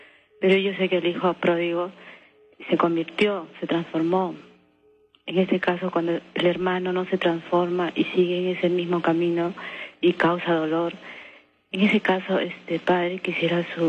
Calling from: Lima, Peru; Soy de acá de Lima.

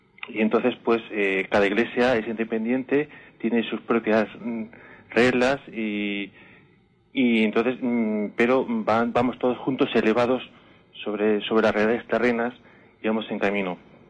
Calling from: Madrid, Community of Madrid, Spain; llamo de Madrid.

